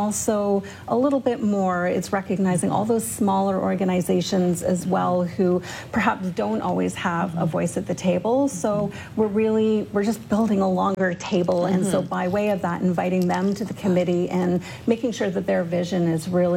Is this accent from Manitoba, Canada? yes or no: no; Ottawa, Ontario, Canada; I'm born and raised in Ottawa, and I just see a city that is so rich in assets